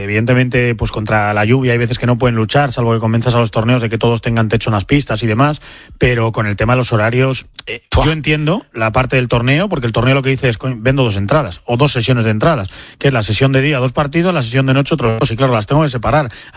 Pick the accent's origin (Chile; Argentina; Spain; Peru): Spain